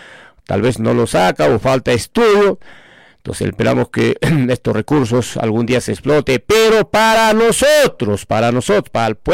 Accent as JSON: {"language": "Spanish", "region": "Ayacucho", "country": "Peru", "said": "yo conozco esa parte porque es mi tierra y me siento orgulloso, pues, ¿no?, de ser breapampino."}